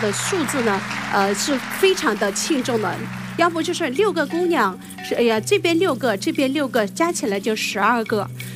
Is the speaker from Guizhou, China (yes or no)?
yes; Guizhou, China; 大家好，我是苗族的 … ，我是来自贵州黔东南。